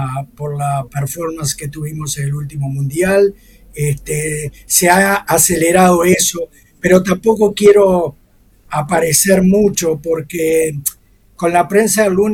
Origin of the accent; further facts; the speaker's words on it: Uruguay; así somos los uruguayos